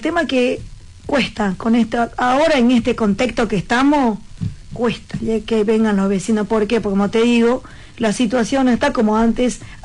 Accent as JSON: {"language": "Spanish", "country": "Bolivia", "said": "Yo soy de Bolivia, no hablo quechua, pero aprendí con el tiempo, con la gente que me rodea, aprendí quechua."}